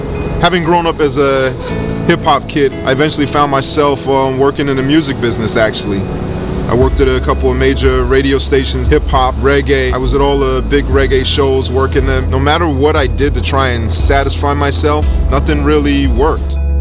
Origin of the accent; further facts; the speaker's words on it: New York City, New York, United States; I grew up here in New York City, I guess dealing with all the temptations that you would have in a big city.